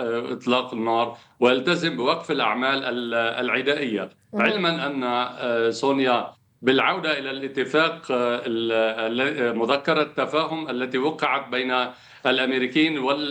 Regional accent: Lebanon; كلبنانيين كدولة لبنانية

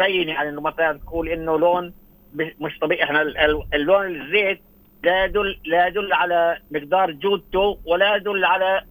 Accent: Palestine; احنا إلنا كفلسطينيين

